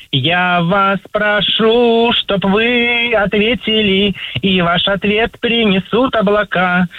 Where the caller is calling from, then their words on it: Orenburg, Orenburg Oblast, Russia; я из города Оренбурга.